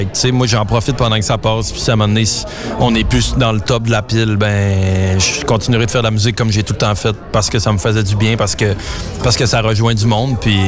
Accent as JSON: {"language": "French", "town": "Saint-Prime", "region": "Quebec", "country": "Canada", "said": "Je viens de Saint-Prime au Lac-Saint-Jean, au Québec, au Canada."}